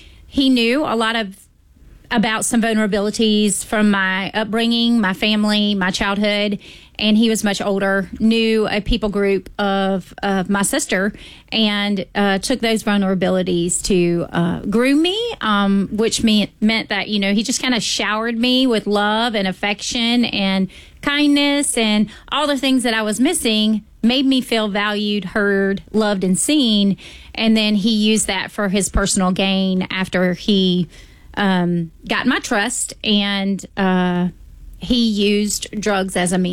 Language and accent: English; South Carolina, United States; it happened to me, and I'm from Lexington County.